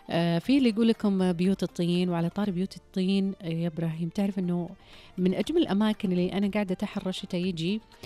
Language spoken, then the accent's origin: Arabic; Riyadh, Riyadh Province, Saudi Arabia; طفولتي كانت في الرياض في الملز،